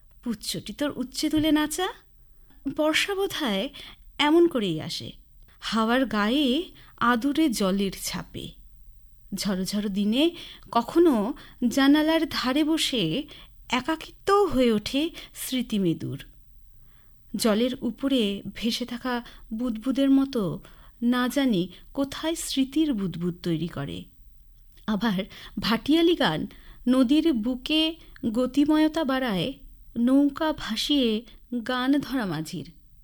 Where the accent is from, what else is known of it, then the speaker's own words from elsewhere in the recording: Jalpaiguri, West Bengal, India; আমার জন্ম কর্ম সব কিছুই, সব সূত্রেই আমি জলপাইগুড়ি। আমি জলপাইগুড়ি শহরে ছোট থেকেই বড় হয়েছি, আর উত্তরবঙ্গের এই ভূপ্রকৃতিতে আমি একেবারেই নিজেকে মানিয়ে নিয়েছি। আর পড়াশুনো থেকে শুরু করে আমার চাকরি জীবন গোটাটাই অঞ্চলভিত্তিক।